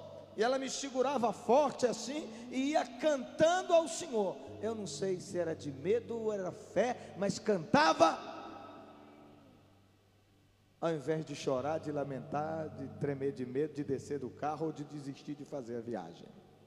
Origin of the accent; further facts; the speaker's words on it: Cuparaque, Bahia, Brazil; born there; moved away; Lá na minha cidade, a cidade onde eu nasci, Cuparaque, tem uma serra que no alto da serra tem quase 800 metros de altura, acima do nível do mar